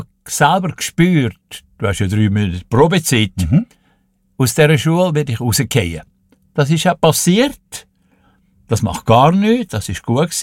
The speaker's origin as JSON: {"language": "German", "town": "Wallisellen", "region": "Zurich", "country": "Switzerland", "tie": "born or raised there"}